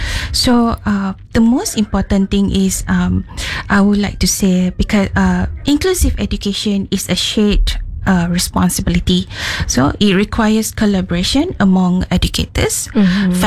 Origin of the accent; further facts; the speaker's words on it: Sarawak, Malaysia; they ask me, where are you from? I said, oh, I'm from Sarawak.